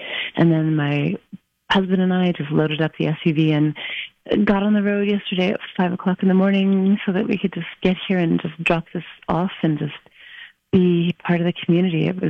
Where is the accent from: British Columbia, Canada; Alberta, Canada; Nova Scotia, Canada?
British Columbia, Canada; Summerland; growing up in Garnet Valley on property that my great-grandfather had settled back in the late 1800s